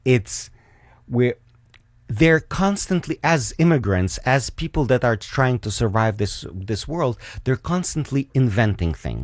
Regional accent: Ukraine; moved away; I'm from Ukraine originally

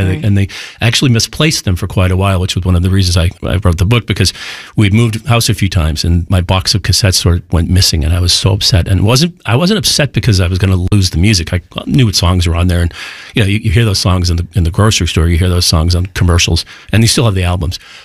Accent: Boston, Massachusetts, United States; Growing up in Boston, it was always Kiss 108

